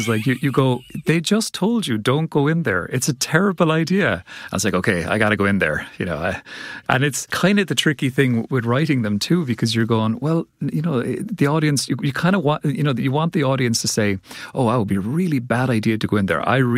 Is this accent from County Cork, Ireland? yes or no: yes; Cork, County Cork, Ireland; so I'm from Cork, which is in the southwest of Ireland. So it's a lovely place.